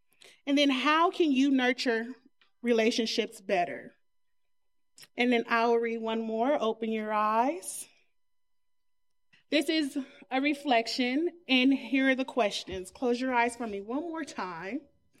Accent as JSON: {"language": "English", "town": "Long Beach", "region": "California", "country": "United States", "lives_now": "New Mexico, United States", "said": "I am originally from Long Beach, California, and I have been living in New Mexico since 2019."}